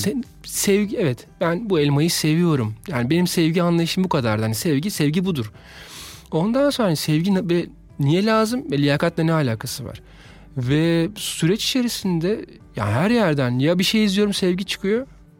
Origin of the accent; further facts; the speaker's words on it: Mersin, Turkey; moved away as an adult; also born or lived in Istanbul; 42 yaşındayım. Mersin doğumluyum, turizmciyim. Mersin'de normal bir klasik Türk ailesinin içine doğdum. Hani Müslüman bir aile ama hani böyle beş vakit namazı olmayan ama işte Ramazanlarda oruç tutulan natürel bir düzgün aile.